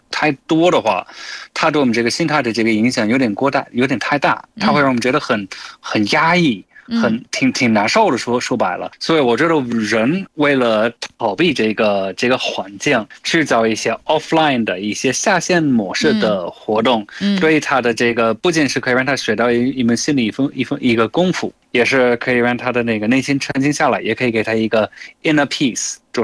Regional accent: Brighton, South East England, United Kingdom; Chinese is a second language; moved away; 我们老家布莱顿它是一个海边城市

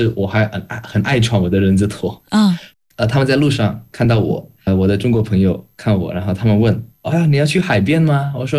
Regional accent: Jakarta, Indonesia; 因为我在雅加达长大，所以在雅加达我看到的是高楼大厦，我看到的是堵车，我看到的是摩托车

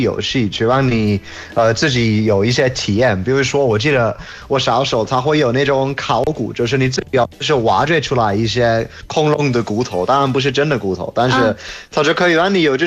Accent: United Kingdom; Chinese is a second language; moved away; 小的时候在英国

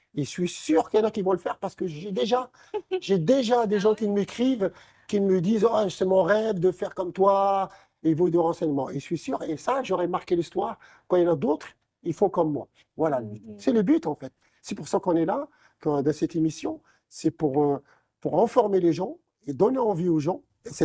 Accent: Morocco; Dès qu'ils voient que je suis marocain, ils sont contents.

